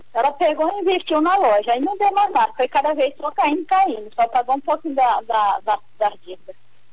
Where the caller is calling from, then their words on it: Roraima, Brazil; Eu falo aqui de Roraima, mas estive no Mucajaí.